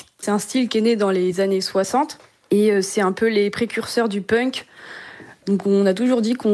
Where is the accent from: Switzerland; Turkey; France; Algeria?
France; Pays de la Loire; on vient de Vendée, de la côte, vers Saint-Gilles-Croix-de-Vie, Noirmoutier.